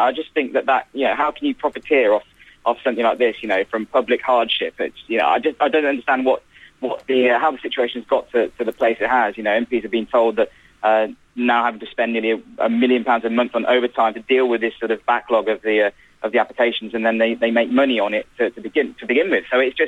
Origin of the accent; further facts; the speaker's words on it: West Midlands, United Kingdom; I'm from Worcestershire. That's where my accent's from, where I grew up.